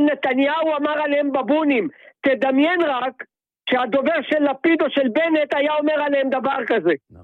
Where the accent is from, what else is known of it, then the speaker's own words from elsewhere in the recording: Tel Aviv, Tel Aviv District, Israel; אני גדלתי בשכונת התקווה, אני מכיר אותם.